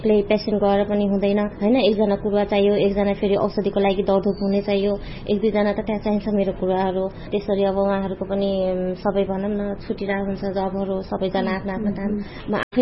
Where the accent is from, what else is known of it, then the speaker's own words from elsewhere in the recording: Sudurpashchim Province, Nepal; moved away as an adult; now in Tikapur, Nepal; म चाहिँ टिकापुर नगरपालिका 7 नम्बरमा बस्छु, तर मेरो घर जानकी गाउँपालिकामा पर्छ। कामकै सिलसिलामा हामी चाहिँ यतै बसिराखेको छौँ